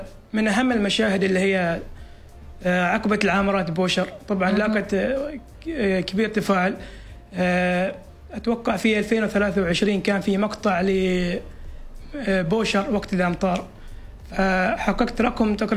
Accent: Oman

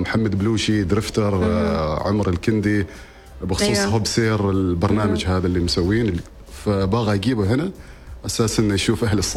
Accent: Oman; نحن عمانيين ترى نحب نسولف، نحب ايوه ترى.

